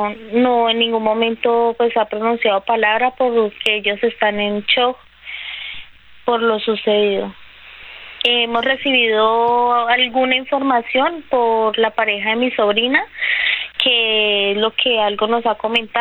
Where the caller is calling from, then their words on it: Ibagué, Tolima, Colombia; En el momento me encuentro en Ibagué